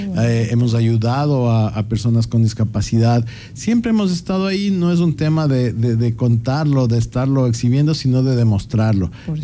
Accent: Quito, Pichincha, Ecuador; now in Santo Domingo, Ecuador; yo no soy de Santo Domingo, pero creo que tengo el corazón de los más grandes de Santo Domingo. Siempre estoy aquí. Yo soy de Quito. Mi esposa es de acá. Ahora tengo mis gemelas santodomingueñas. Entonces eso me hace más santodomingueño que muchos.

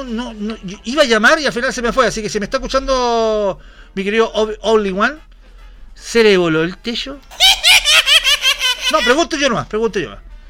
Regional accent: Estación Central, Santiago Metropolitan Region, Chile; muchos saben que yo soy de Estación Central

